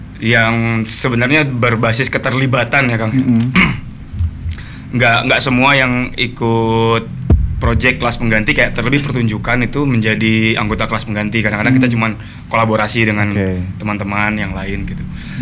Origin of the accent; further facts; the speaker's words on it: Jatinangor, West Java, Indonesia; Awalnya di Jatinangor.